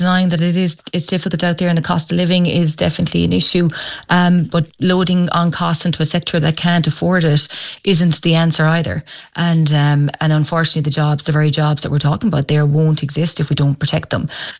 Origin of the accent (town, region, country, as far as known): Ireland